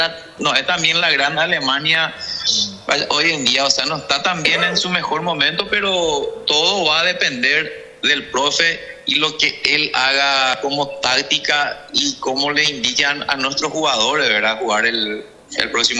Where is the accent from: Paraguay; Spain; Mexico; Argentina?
Paraguay